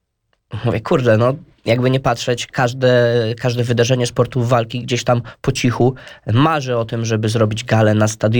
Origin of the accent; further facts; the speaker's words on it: Łomża, Podlaskie Voivodeship, Poland; ale jesteśmy z Łomży, więc mamy stadion w Łomży.